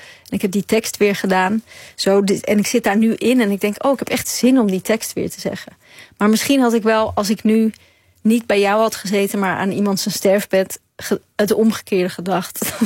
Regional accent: Zaandam, North Holland, Netherlands; also born or lived in Chile; En ik kwam in Zaandam terecht en ik was daar in Poelenburg het enige witte kind. En ik had een soort taalverwarring, want ik sprak Spaans en Nederlands.

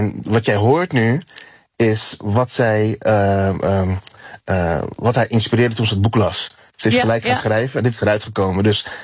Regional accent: Netherlands; ze gaan er niet vanuit dat wij Nederlanders zijn.

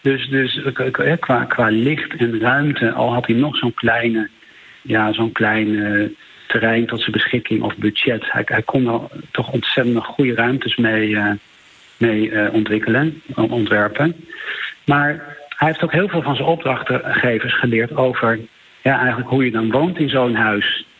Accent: Netherlands; je komt hier aan in New York, grote stad, als Nederlander

